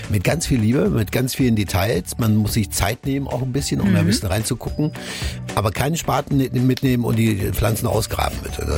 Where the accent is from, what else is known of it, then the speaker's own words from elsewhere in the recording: Thuringia, Germany; Erstens komme ich aus der Ecke, also von daher, ne, ist eben mit einer der schönsten Orte auf der ganzen Welt.